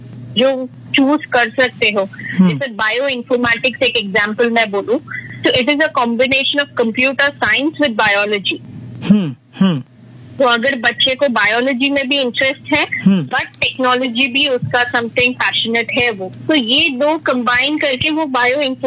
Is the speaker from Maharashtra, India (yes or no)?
yes; Mumbai, Maharashtra, India; मैं अमची मुंबई से हूँ।